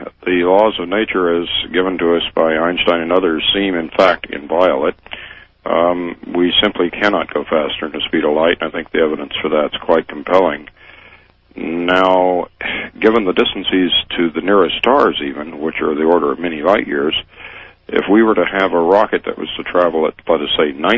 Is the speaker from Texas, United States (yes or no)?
yes; Dallas, Texas, United States; now in Washington, D.C., United States; when I was a child growing up in Dallas, Texas